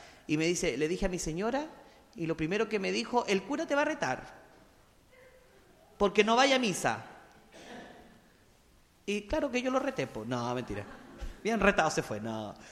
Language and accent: Spanish; Chile; Pero típico que somos antes del partido, todos somos chilenos y la roja de todos.